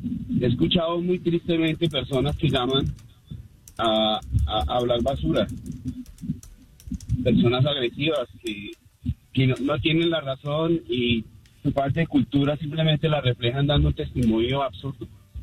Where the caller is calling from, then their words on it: Ogden, Utah, United States; De Ogden.